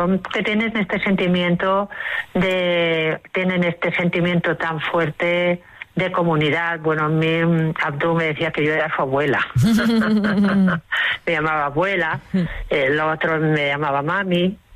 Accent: Badalona, Catalonia, Spain; Yo volví a Badalona, yo soy de Badalona, pero he estado muchos años viviendo fuera de Badalona

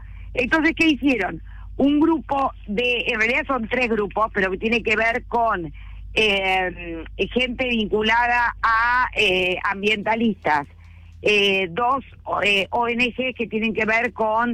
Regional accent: Dolores, Buenos Aires Province, Argentina; si sale la corte igual que la semana pasada, por ejemplo, en mi pueblo Dolores, entonces se podría vender todo el pueblo a los extranjeros

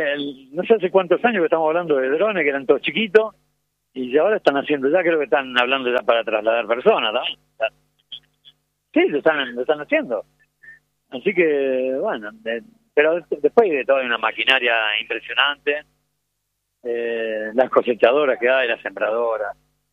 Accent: Santa Fe, Argentina; viviendo en Santa Fe, en mi ciudad

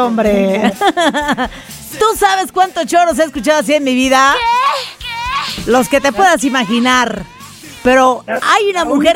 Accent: Mazatlán, Sinaloa, Mexico; moved away; en mi tierra, allá en Mazatlán, Sinaloa

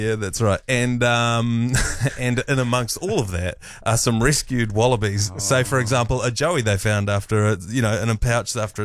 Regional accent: Waimate, Canterbury, New Zealand; moved away; So, where I grew up in Waimate, we have the Pest Quest.

